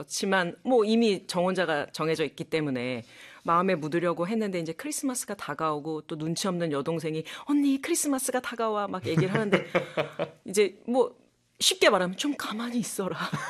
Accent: Seoul, South Korea; born there; 그런데 제가 타고난 몸은 대한민국 서울에서 태어난 몸이거든요.

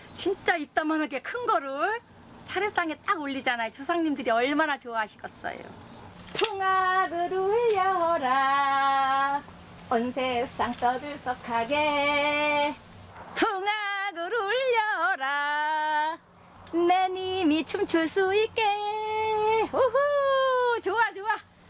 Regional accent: South Korea; 저 한국 사람이에요.

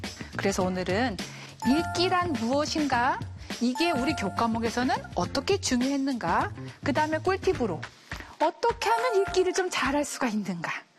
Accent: South Chungcheong, South Korea; born there; 저는 79년생입니다. 제가 79년도에 충청남도에 있는 되게 작은 시골 마을에서 태어났는데 태어나 보니 아버지가 시인이었어요.

